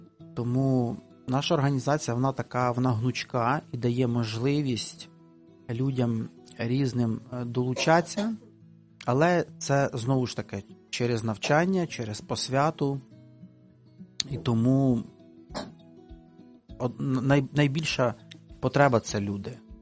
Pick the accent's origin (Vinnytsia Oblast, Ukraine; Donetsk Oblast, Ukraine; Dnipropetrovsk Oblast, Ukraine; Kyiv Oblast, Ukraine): Kyiv Oblast, Ukraine; Bila Tserkva; Білі церкви. Я з Білої церкви.